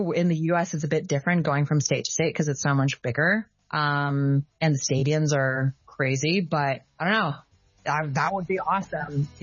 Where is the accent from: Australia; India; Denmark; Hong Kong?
Hong Kong; Ap Lei Chau; I think as a child, like, I didn't even feel American, like, growing up. I grew up in Aple Chow in Hong Kong.